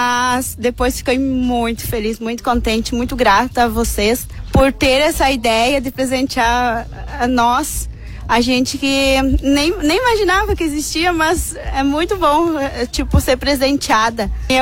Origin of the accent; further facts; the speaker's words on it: Argentina; now in Lajeado, Brazil; Ah, eu sou da Argentina, natural de lá. Tô morando aqui no Brasil faz uns 21 anos. Tô morando aqui nessa casa uns 12 anos